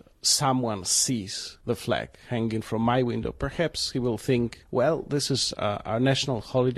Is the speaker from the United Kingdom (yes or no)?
no; Poland; Nevertheless, I think that there is some need to be proud of being Polish